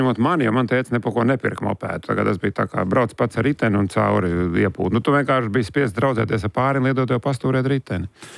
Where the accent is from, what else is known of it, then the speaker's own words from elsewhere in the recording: Baltezers, Ropaži Municipality, Latvia; es esmu no Baltezeres. Viss dzīves Baltezerā, vienmēr jūties tā kā nešur, netur.